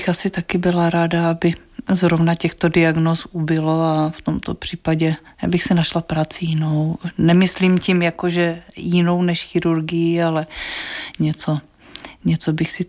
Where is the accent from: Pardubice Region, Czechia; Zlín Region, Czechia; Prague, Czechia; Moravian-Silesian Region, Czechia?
Zlín Region, Czechia; also born or lived in Žilina, Slovakia; Já myslím, že já jsem se narodila teda na Slovensku. Vyrostla jsem na Valašsku